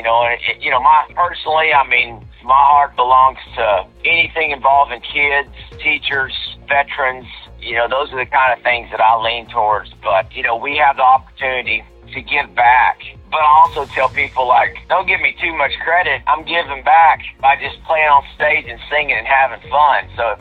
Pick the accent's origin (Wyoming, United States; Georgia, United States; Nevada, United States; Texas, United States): Texas, United States; Amarillo; I'm blessed that I have such a wonderful mom in Amarillo. My mom was a school teacher. My daddy's a disabled veteran, but he was also a custodian, so I cleaned a lot of toilets there in Amarillo